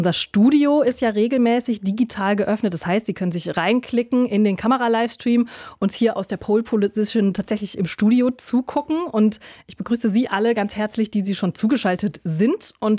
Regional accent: West Germany, Germany; wir sind beide Westdeutsche

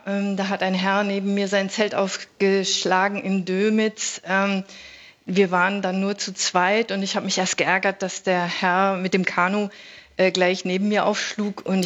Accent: Bochum, North Rhine-Westphalia, Germany; ich finde auch, das passt gut zum Ruhrpott, ich bin aus Bochum eigentlich ursprünglich, und das ist doch ein Menschenschlag, der für mich als Ruhrpötterin mir sehr nahe ist, ja.

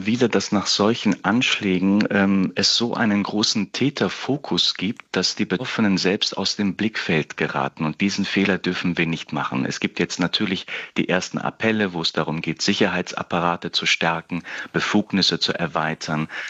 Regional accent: Hesse, Germany; born there; moved away as an adult; now in Berlin, Germany; Ich bin gebürtiger Hesse und lebe seit mehreren Jahren in Berlin, habe hier studiert

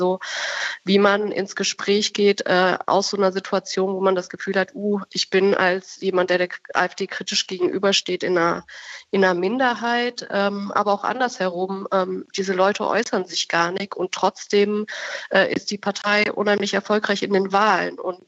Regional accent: North Rhine-Westphalia, Germany; moved away; ich bin aus Ostwestfalen

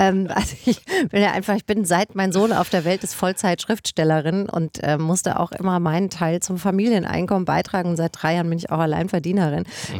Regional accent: Germany; ich bin im Spessart aufgewachsen und ich bin quasi im Wald aufgewachsen

